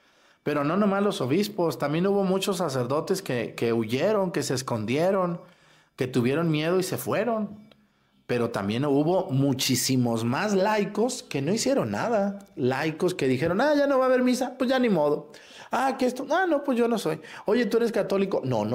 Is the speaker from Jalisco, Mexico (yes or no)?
yes; Mexticacán, Jalisco, Mexico; que pasó por mi pueblo, por Mesticacán, Jalisco